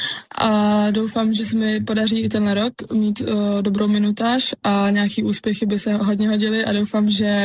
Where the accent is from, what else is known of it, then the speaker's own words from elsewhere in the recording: Litomyšl, Pardubice Region, Czechia; now in Ostrava, Czech Republic; Já pocházím z Litomyšle. To je kousek u Pardubic a jinak studuju v Pardubicích na sportovním gymnáziu, teď poslední ročník.